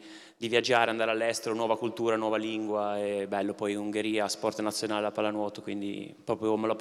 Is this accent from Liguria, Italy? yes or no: yes; Arenzano, Liguria, Italy; sono di Arenzano, vivo lì